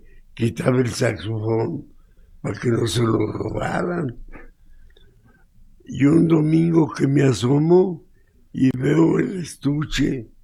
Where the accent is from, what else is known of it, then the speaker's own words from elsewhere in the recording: Jerez, Zacatecas, Mexico; yo soy de Jerez